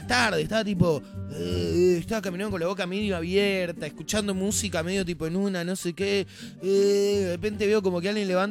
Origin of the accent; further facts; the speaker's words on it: Buenos Aires, Argentina; un porteño recontra recogido.